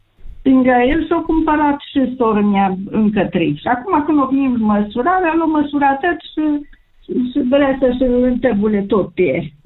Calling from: Joseni, Romania; De la Joseni

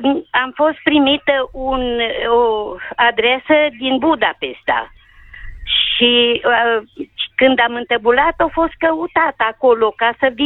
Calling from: Cluj-Napoca, Cluj County, Romania; din Cluj.

